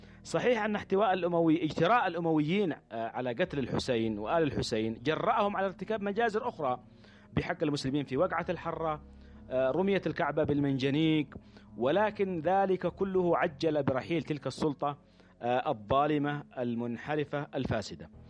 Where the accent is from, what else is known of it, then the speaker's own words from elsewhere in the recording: Yemen; نحن نرى في أنفسنا كيمنيين، اليمنيون الأحرار يرون في أنفسهم أنهم يمضون في ذات الطريق